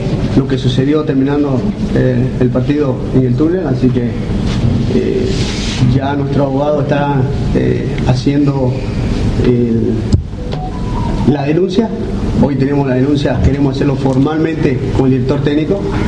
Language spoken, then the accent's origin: Spanish; Bolivia; Yo soy boliviano